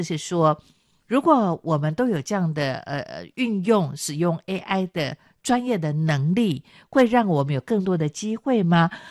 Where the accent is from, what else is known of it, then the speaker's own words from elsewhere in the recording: Taiwan; first language Taiwanese Hokkien; Chinese is a second language; 我的母语台语